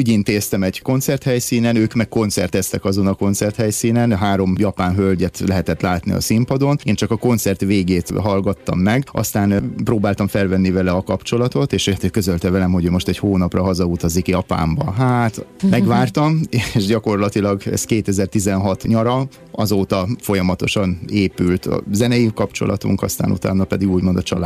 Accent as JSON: {"language": "Hungarian", "town": "Balassagyarmat", "region": "Nógrád", "country": "Hungary", "tie": "born or raised there", "said": "volt a balassagyarmati udvarunkban, onnan származom"}